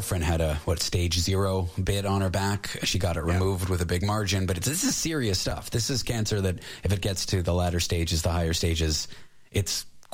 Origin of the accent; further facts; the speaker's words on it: Canada; I'm from Canada